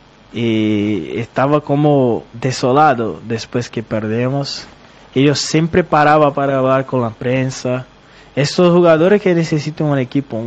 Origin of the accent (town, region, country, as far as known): Brazil; Spanish is a second language